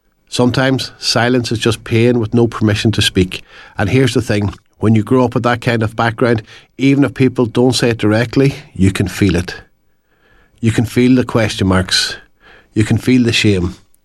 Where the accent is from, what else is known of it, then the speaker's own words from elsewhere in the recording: Donegal Town, County Donegal, Ireland; I grew up in Donegal town up in the northwest of Ireland.